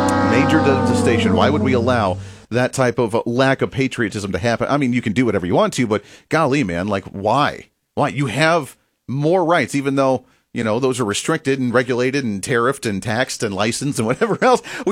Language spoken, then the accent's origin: English; United States